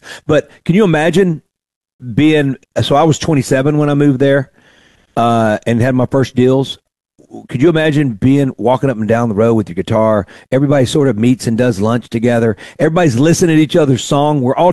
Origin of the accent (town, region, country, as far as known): the South, United States; also born or lived in Nashville, Tennessee